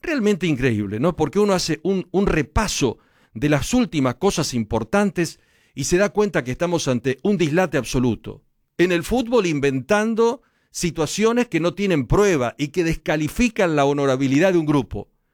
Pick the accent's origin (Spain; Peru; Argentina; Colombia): Argentina; yo soy argentino como todos